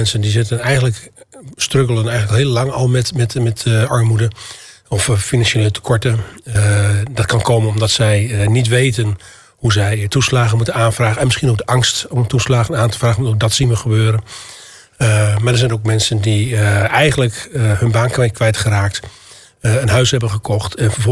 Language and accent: Dutch; Zwolle, Overijssel, Netherlands; Ik kom zelf uit Zwolle.